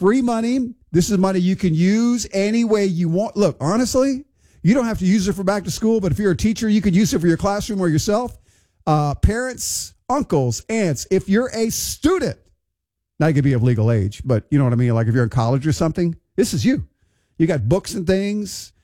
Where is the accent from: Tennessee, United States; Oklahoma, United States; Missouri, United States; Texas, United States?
Texas, United States; Houston; now in Lafayette, United States; My hometown, Houston, Texas